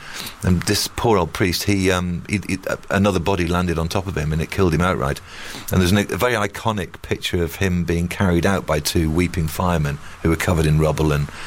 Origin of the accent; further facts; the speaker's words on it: United Kingdom; all that Celtic music they played as well kind of got to me as a Brit.